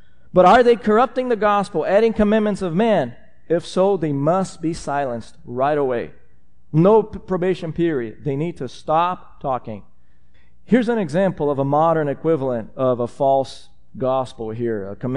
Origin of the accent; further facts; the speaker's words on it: Brazil; My home country, Brazil, is a quote-unquote ripe mission field for these guys.